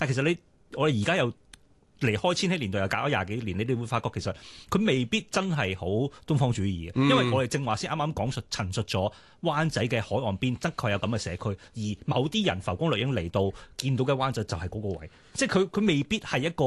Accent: Hong Kong; 我哋香港人

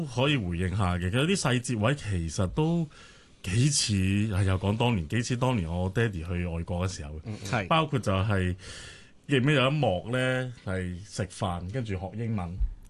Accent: China; 咁、我哋中國人就好講嘢食啦

